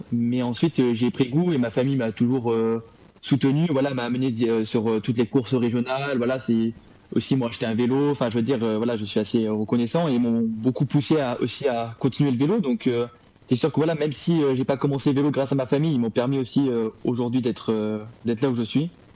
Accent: La Ciotat, Provence-Alpes-Côte d'Azur, France; now in Marseille, France; j'ai commencé le vélo à 8 ans, chez moi à La Ciotat, dans le sud, dans mon club de vélo de ma ville.

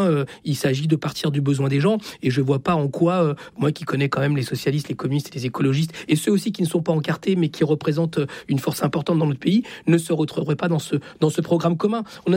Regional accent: Chile; now in France; Je viens du Chili, je suis fils d'exilés politiques, je suis en France parce que l'extrême droite a pris le pouvoir de la pire des manières.

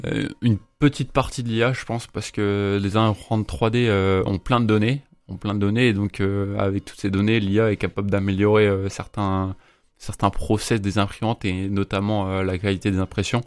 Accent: Brittany, France; born or raised there

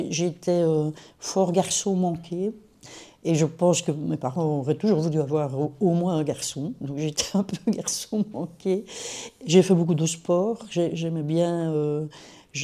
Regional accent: Wallonia, Belgium; Oui, je suis originaire de la Famenne. En effet, je suis née à Marlois.

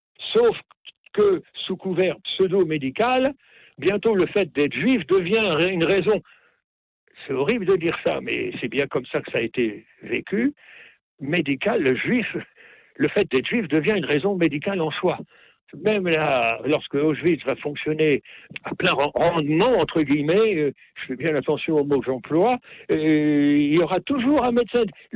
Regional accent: Normandy, France; C'est pas parce que je suis normand que je vous dis oui et non, mais c'est un peu ça quand même.

